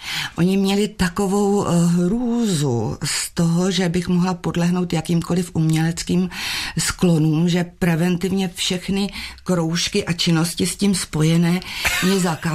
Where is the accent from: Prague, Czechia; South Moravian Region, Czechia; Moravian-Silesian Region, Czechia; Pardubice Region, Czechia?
Prague, Czechia; Já jsem se narodila v Praze a strávila jsem velkou část dětství na Malé Straně.